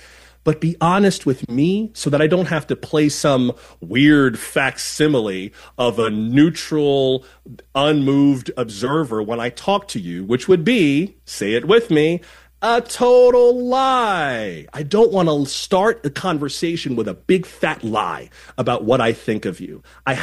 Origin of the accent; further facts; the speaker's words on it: Florida, United States; I grew up in South Florida, so I know from this.